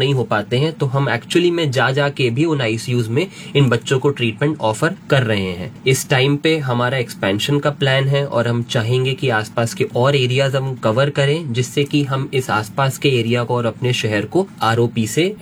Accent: Moradabad, Uttar Pradesh, India; moved away as an adult; also born or lived in Ludhiana / Hyderabad; मैं लोकलिटी हूँ, मैं मुरादाबाद का ही जन्मा हूँ 1994 में। यहीं का मैं स्कूल में पढ़ा हूँ, उसके बाद मैं अपनी स्कूलिंग के बाद जो है लुधियाना चला गया था।

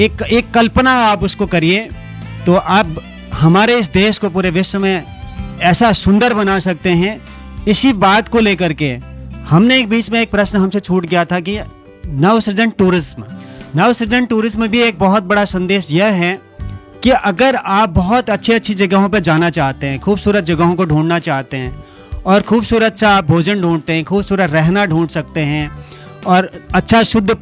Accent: Nainital, Uttarakhand, India; मैं नैनीताल का रहने वाला हूँ

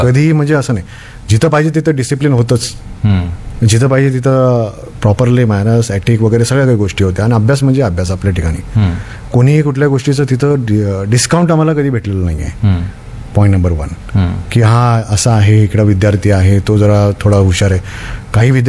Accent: Solapur, Maharashtra, India; born there; also born or lived in Latur; Solapur Mahavir high school म्हणून सोलापूरमधनं.

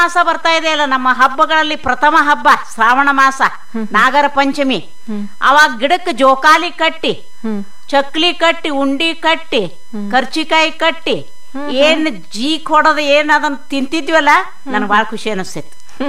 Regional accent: Bagalkot, Karnataka, India; born there; now in Belagavi, India; ನನ್ನ ಬಾಲ್ಯದಲ್ಲಿ ನಾನು ಸಕ್ರಿ ಹೈಸ್ಕೂಲ್ ಬಾಗಲಕೋಟದಲ್ಲಿ ಪ್ರೈಮರಿ

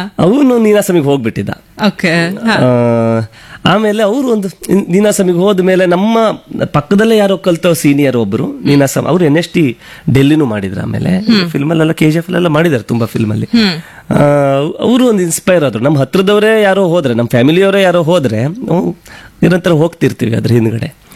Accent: Udupi district, Karnataka, India; ಅವನು ಮತ್ತೆ ನಾನು 2 ಉಡುಪಿ ಜಿಲ್ಲೆ ಸೆಲೆಕ್ಟ್ ಆಗಿದ್ವಿ.

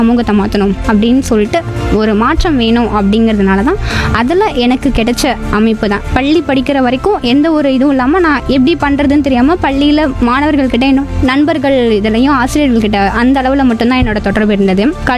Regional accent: Salem, Tamil Nadu, India; நான் வந்து சேலம் தான் பிறந்து வளர்ந்து இப்ப இருக்கிறது எல்லாமே சேலம்.

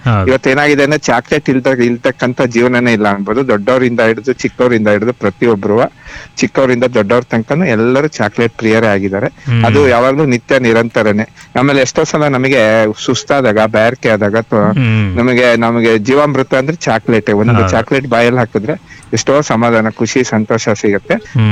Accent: B R Project, Karnataka, India; born there; ನಾನು ನಮ್ಮ ಅಪ್ಪಂದು ಕಿರಾಣಿ ಅಂಗಡಿ ಇತ್ತು ಬಿ ಆರ್ ಪ್ರಾಜೆಕ್ಟ್ ಅಲ್ಲಿ. ನಾನು ಅಂಗಡಿ ಮನೆಯಲ್ಲೇ ಹುಟ್ಟಿದ್ದೆ.

